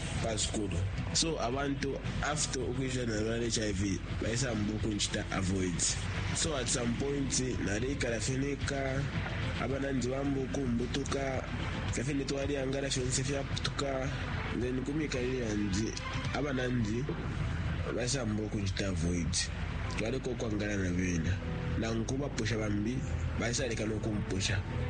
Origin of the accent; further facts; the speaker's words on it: Ndola, Copperbelt, Zambia; I'm 22 years old. I'm born and bred in Indola, raised by a single mother.